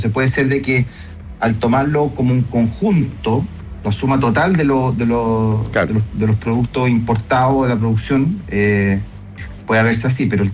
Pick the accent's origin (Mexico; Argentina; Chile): Chile; Entonces al final los chilenos somos dueños de ENAP y las utilidades pasan al fisco, ¿ya?